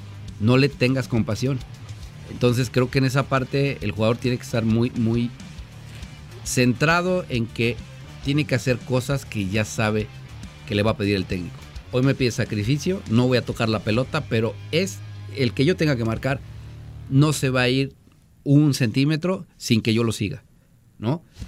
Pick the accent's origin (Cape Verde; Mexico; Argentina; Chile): Mexico